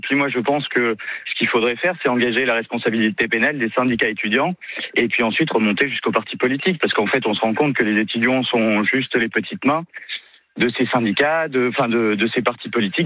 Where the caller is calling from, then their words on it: Nouvelle-Aquitaine, France; Le département de la Creuse.